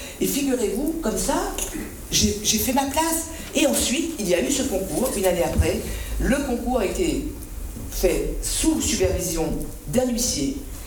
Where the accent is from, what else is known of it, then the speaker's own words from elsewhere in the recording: Réunion; chez nous, à La Réunion